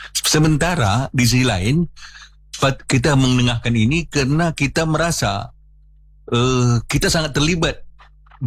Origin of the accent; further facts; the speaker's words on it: Riau, Indonesia; kenapa kita Melayu-Riau ini memang dia agak kurang suka memamerkan diri.